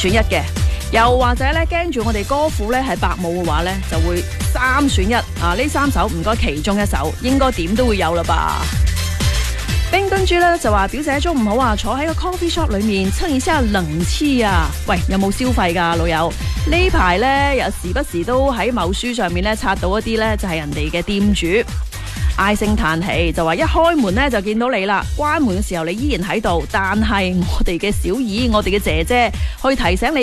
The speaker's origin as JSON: {"language": "Cantonese", "town": "Zhuhai", "region": "Guangdong", "country": "China", "tie": "born or raised there", "said": "我嘅成长系喺珠海噶嘛，唔再讲乡下，我嘅家乡、我故乡喺珠海啊"}